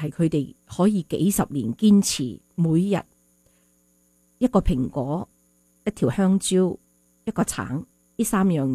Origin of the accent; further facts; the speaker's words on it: Guangzhou, Guangdong, China; 本身我哋因为我都系广州人啊嘛，我哋广州人咧嗰、那个